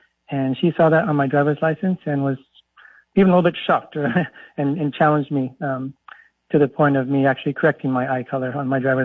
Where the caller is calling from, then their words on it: San Antonio, Texas, United States; I'm calling from San Antonio.